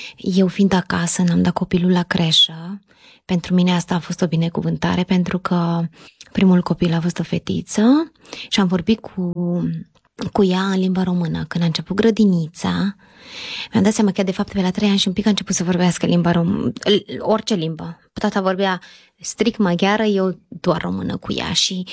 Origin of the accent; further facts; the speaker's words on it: Romania; moved away as an adult; now in Hungary; eu sunt româncă 100%